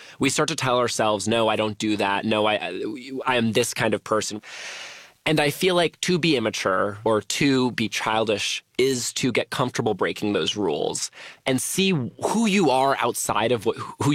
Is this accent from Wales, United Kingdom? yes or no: no; London, United Kingdom; I'm from London.